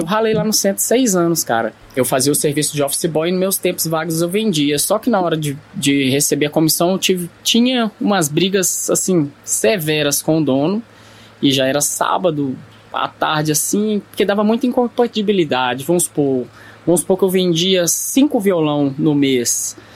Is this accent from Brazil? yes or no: yes; Belo Horizonte, Minas Gerais, Brazil; Eu nasci e fui criado no Barreiro.